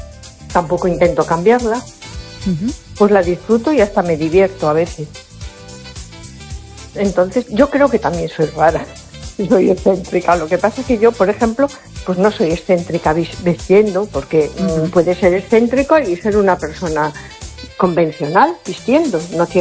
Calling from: A Coruña, Galicia, Spain; de Coruña.

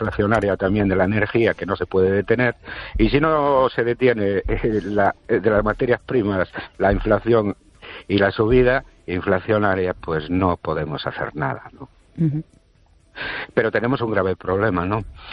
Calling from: Ourense, Galicia, Spain; Buenas noches, Esther y oyentes. … de Orense.

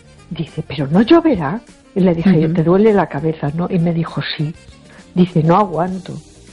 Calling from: A Coruña, Galicia, Spain

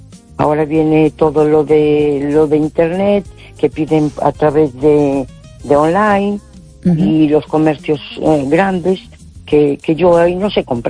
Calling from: A Coruña, Galicia, Spain; de Coruña.

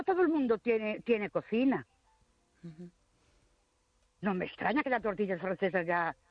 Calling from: Ourense, Galicia, Spain; Buenas noches … de Orense otra vez.

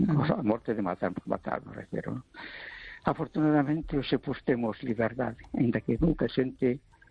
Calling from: A Coruña, Galicia, Spain; de Coruña.

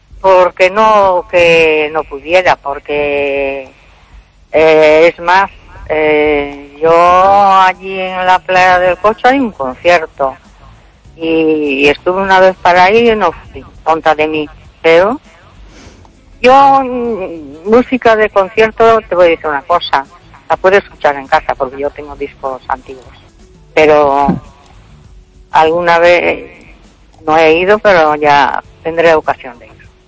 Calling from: Vigo, Galicia, Spain

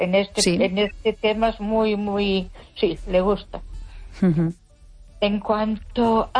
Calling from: Ponferrada, Castile and León, Spain; Buenas noches, Esther. … de Ponferrada.

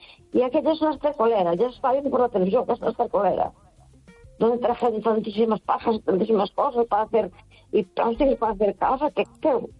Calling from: A Coruña, Galicia, Spain; de Coruña.

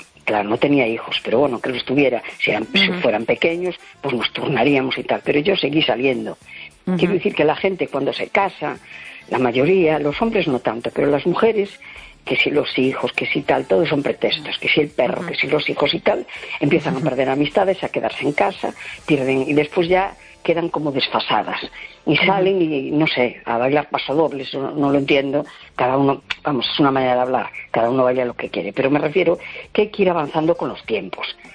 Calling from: A Coruña, Galicia, Spain; Hola, buenas noches … de La Coruña.

